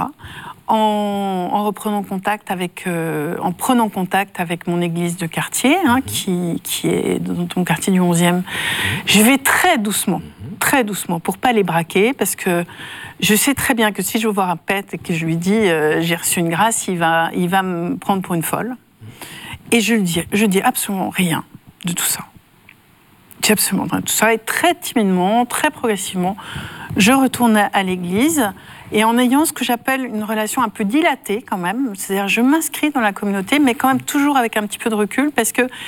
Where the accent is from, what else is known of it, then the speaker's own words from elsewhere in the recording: Nancy, Grand Est, France; Et puis toute cette société bourgeoise qui, à Nancy, ma ville natale, qui prétendait être catholique